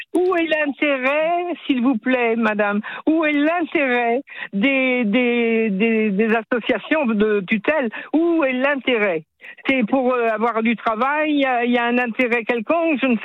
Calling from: Quimper, Brittany, France; Je suis sur Quimper

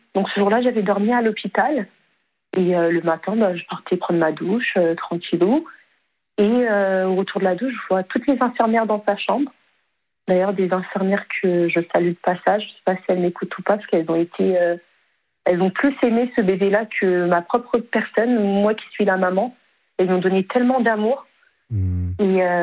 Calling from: Paris, Île-de-France, France; Paris, d'accord. 20e, j'habite. J'habite vraiment juste à côté.

